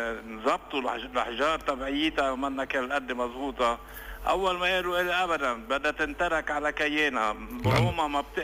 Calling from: Mayfouq, Mount Lebanon, Lebanon; من ضيعة سيدة تليج من ميفوق.

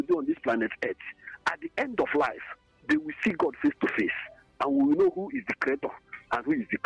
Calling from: Enugu, Enugu State, Nigeria; I'm calling from Enugu.

